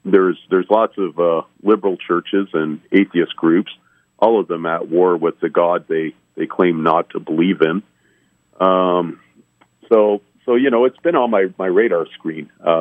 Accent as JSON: {"language": "English", "country": "Canada", "tie": "born there", "said": "I am Canadian by birth."}